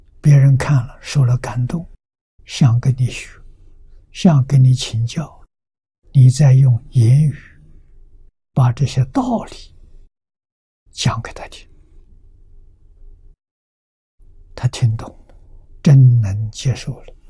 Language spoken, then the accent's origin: Chinese; China